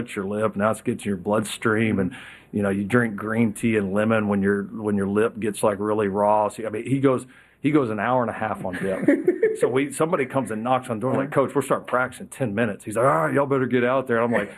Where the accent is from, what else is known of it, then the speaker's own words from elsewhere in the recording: Muleshoe, Texas, United States; I've told people I'm from Muleshoe, Texas.